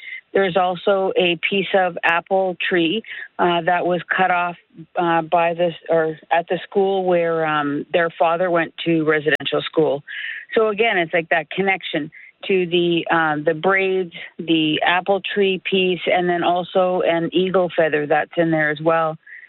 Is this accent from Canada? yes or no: yes; Northern Canada, Canada; moved away; I was born and raised in the North.